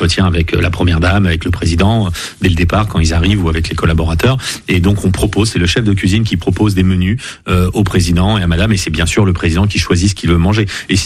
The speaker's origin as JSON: {"language": "French", "town": "Neuilly-Plaisance", "region": "Île-de-France", "country": "France", "said": "je suis de Neuilly-Plaisance."}